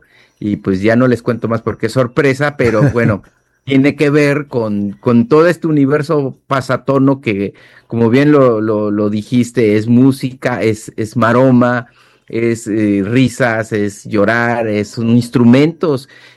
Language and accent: Spanish; Tezoatlán de Segura y Luna, Oaxaca, Mexico; Entonces, en la tradición de mi pueblo, por ejemplo, en la Mixteca, en Tezoatlán de Segura y Luna, Oaxaca, se cura tirando flores al río